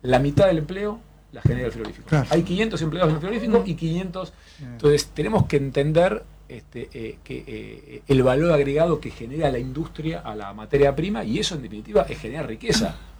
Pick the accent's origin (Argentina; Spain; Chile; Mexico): Argentina; como argentino, nos gustaría que a todos le vaya bien